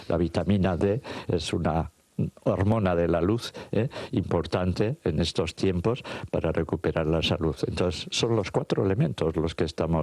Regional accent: Durango, Mexico; Yo soy de Durango y mi mamá hacía eso, o sea, se metía a la cama a sudar

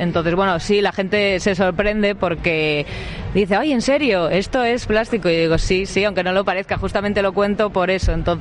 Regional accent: A Coruña, Galicia, Spain; now in Lugo, Spain; Pues soy de Coruña, aunque ahora mismo vivo en Lugo.

